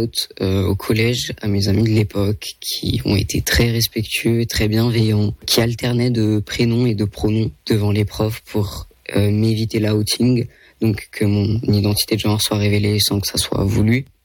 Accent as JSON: {"language": "French", "country": "France", "tie": "born there", "said": "je suis français, je suis né en France."}